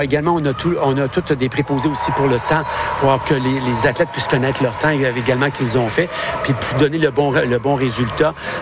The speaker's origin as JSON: {"language": "French", "region": "Quebec", "country": "Canada", "said": "Moi, je suis originaire du Québec."}